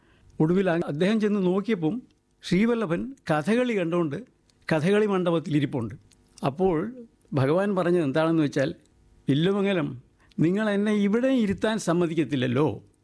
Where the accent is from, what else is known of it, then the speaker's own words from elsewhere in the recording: Thiruvalla, Kerala, India; ഞാൻ ജനിച്ചു വളർന്നത് മധ്യ തിരുവിതാംകൂറിലെ തിരുവല്ല എന്ന് പറഞ്ഞ സ്ഥലത്താണ്. അതിനൊരു പ്രത്യേകതയുള്ളത്, കേരളത്തിൽ എവിടേക്കും യാത്ര ചെയ്യാൻ ഒരു സെൻറ്റർ, അതാണ് ഞങ്ങളുടെ നാടിൻ്റെ ഒരു സവിശേഷത.